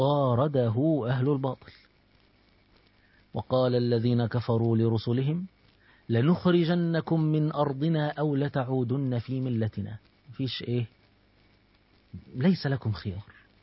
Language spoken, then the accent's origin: Arabic; Egypt; احنا عندنا في مصر